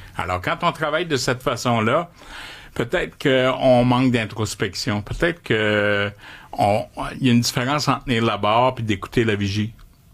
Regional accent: Quebec, Canada; je suis fier québécois

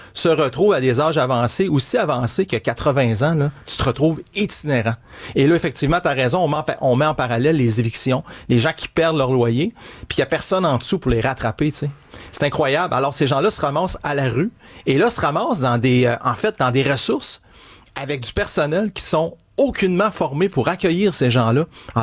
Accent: Rimouski, Quebec, Canada; born there; moved away; Tu sais, je suis un gars des régions, moi, je viens de Rimouski

